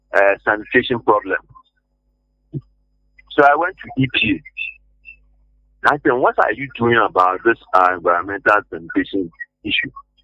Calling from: Ghana; I'm calling from Addis Ababa Street Junction.

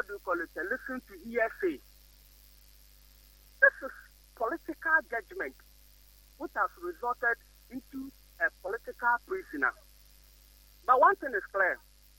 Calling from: Sekondi-Takoradi, Western Region, Ghana; I'm calling from Esikado

